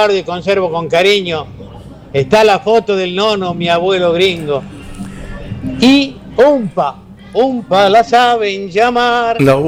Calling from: Yerba Buena, Tucumán, Argentina; de Yerba Buena

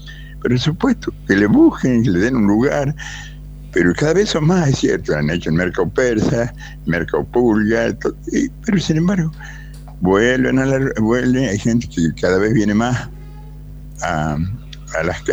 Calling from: Manantial, Tucumán, Argentina; Acá yo vivo en Manantial

